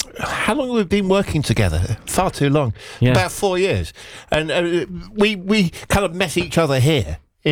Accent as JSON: {"language": "English", "town": "Southport", "region": "North West England", "country": "United Kingdom", "said": "I said, well, I'm from Southport."}